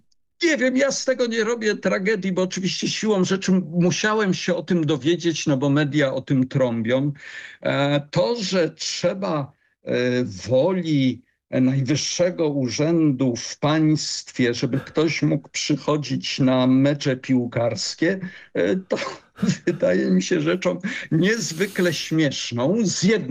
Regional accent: Gdańsk, Pomeranian Voivodeship, Poland; jestem z Gdańska, a właściwie z Trójmiasta

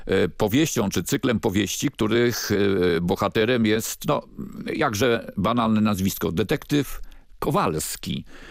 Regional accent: Warsaw, Masovian Voivodeship, Poland; Jako warszawiak, niektórzy nawet może trochę na wyrost mówią warszawianista, ale nie na wyrost mogę powiedzieć warszawiak w czwartym pokoleniu

